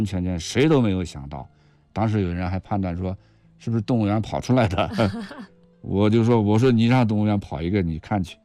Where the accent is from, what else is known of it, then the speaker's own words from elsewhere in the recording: Qinghai, China; 我们青海人的这个自信